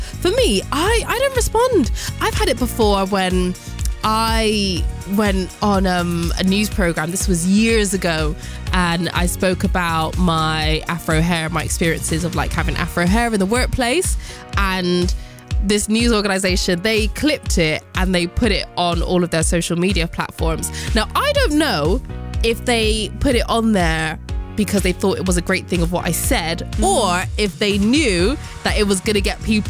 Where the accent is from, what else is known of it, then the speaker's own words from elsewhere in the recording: Bristol, South West England, United Kingdom; born there; I was born in Bristol.